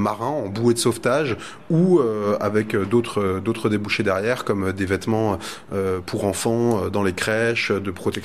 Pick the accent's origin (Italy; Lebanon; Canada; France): France; Grand Est; now in Finistère, France; moi, je suis un Alsacien, donc de natif.